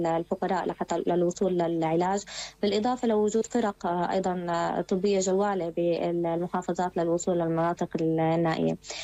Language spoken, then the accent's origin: Arabic; Syria; اللي كلياتنا نطمح فيه كسوريين،